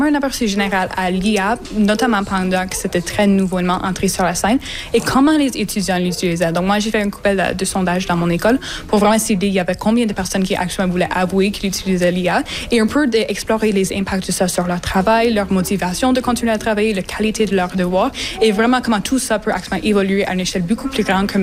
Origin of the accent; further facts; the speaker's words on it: Manitouwadge, Ontario, Canada; French is a second language; je viens de Manitouage. J'ai déjà une zone qui est assez anglophone. Je dois même voyager un an juste pour fréquenter une école secondaire française.